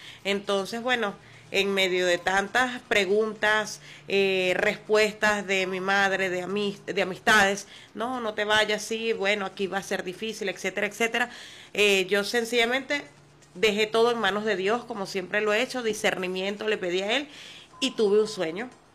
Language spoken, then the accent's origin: Spanish; Clarines, Anzoátegui, Venezuela; moved away; desde los 14 años aproximadamente he venido trabajando en radios comunitarias de allá de la localidad de Clarines. Nosotros somos de Clarines.